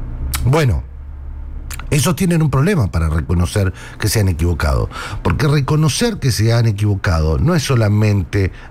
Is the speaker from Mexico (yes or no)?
no; Argentina; No me priorizás como ciudadano argentino.